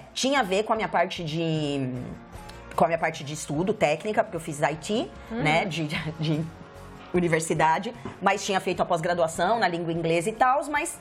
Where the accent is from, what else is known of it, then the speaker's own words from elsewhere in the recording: São Caetano do Sul, São Paulo, Brazil; moved away as an adult; also born or lived in Salvador, Bahia; now in Canada; eu saí de São Paulo, nasci em São Paulo, né? Na região metropolitana, São Caetano do Sul. E eu morei lá 28 anos, 29, 28 para 28, 28 para 29 anos. Quando chegou o retorno de Saturno, os meus 28, eu fui para Salvador, né, para Bahia.